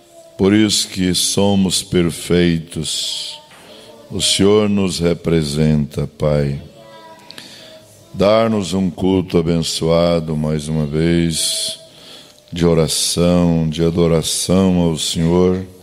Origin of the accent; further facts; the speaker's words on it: Trindade, Goiás, Brazil; Em Trindade, por exemplo, onde eu fui criado